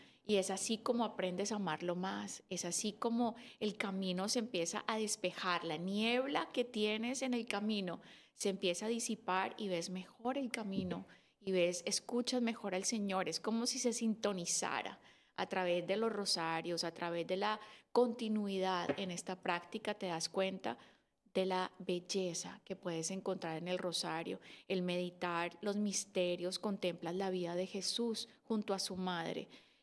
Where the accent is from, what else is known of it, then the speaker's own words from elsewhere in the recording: Cali, Valle del Cauca, Colombia; now in United States; yo soy colombiana de Cali y para mí, o sea, nací en una familia donde estaba presente Dios y mi mamá era muy devota de la Virgen.